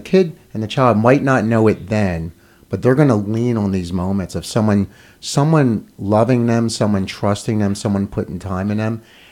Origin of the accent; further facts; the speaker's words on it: Philadelphia, Pennsylvania, United States; now in Cape May, United States; So growing up, Victor, you and I have grown up pretty similar. We grew up in Housing Authority in Philadelphia